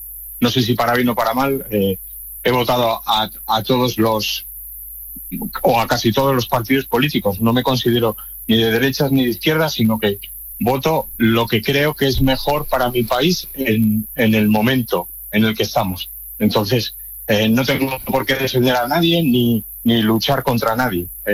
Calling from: Spain; como buenos españoles que somos

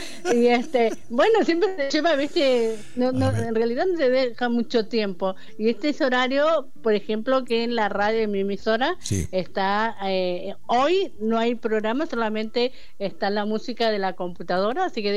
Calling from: Buenos Aires, Argentina; te hablo desde aquí de Buenos Aires.

